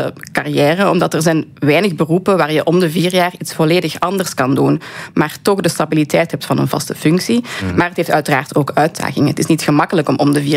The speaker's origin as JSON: {"language": "Dutch", "country": "Belgium", "also_born_or_lived": "Dublin", "moved": "as an adult", "lives_now": "Washington, United States", "said": "Inderdaad, ik ben 3 weken in België."}